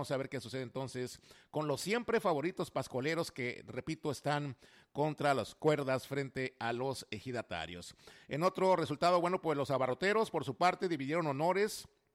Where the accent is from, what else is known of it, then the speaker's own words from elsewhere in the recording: Monterrey, Nuevo León, Mexico; moved away; allá en mi tierra natal, en el bello Monterrey